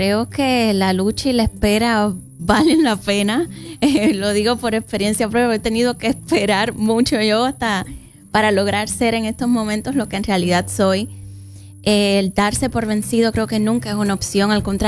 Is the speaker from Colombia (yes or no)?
no; Placetas, Villa Clara, Cuba; born there; Yo nací en Placetas, pero me trasladé hacia Santa Clara